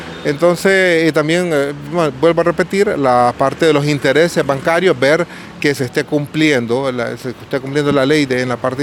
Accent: Honduras; nosotros como hondureños

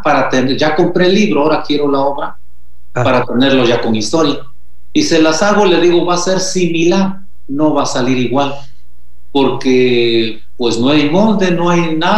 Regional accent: Santa Cruz Xoxocotlán, Oaxaca, Mexico; Santa Cruz, Jocotlán, que es nuestra cabecera municipal

